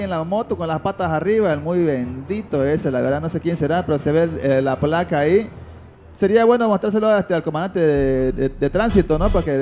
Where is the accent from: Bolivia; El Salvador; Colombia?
Bolivia; Yo soy de... Dicen que soy de Perú, ¿no? Pero no, soy de Bolivia.